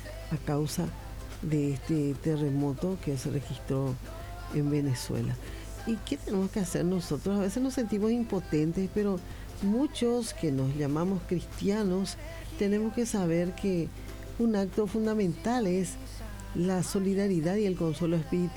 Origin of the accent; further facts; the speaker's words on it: Paraguay; Nuestra solidaridad como paraguayos